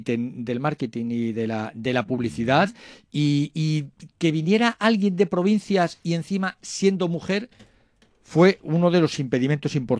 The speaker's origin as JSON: {"language": "Spanish", "town": "León", "region": "Castile and León", "country": "Spain", "said": "yo soy de León"}